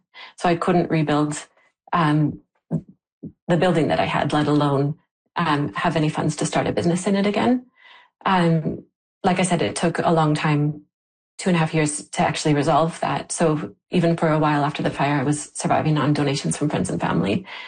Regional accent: Lytton, British Columbia, Canada; I grew up in Lytton, so I knew warm weather. Lytton was Canada's hotspot

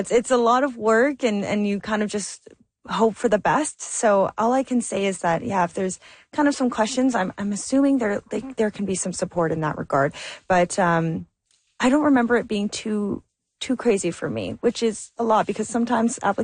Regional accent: Thunder Bay, Ontario, Canada; moved away as an adult; I came from Thunder Bay, Ontario, which yes, is a city into some extent, but it's not Toronto, and that's where the industry is, and that's where I needed to be.

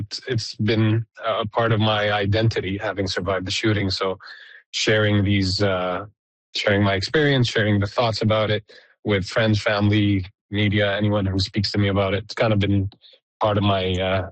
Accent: Canada; Really, my message is, as a Canadian society, as a nation, we could always do better.

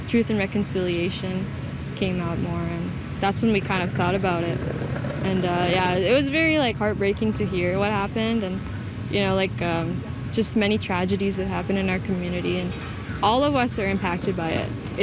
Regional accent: Île-à-la-Crosse, Saskatchewan, Canada; moved away as an adult; now in Saskatoon, Canada; I'm from Isle of Cross in Treaty 10 territory, northern Saskatchewan.

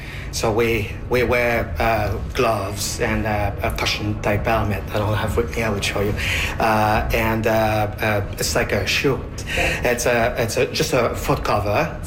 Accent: Quebec, Canada; moved away as an adult; now in Nunavut, Canada; We're originally from Quebec. We live in Nunavut now for several years.

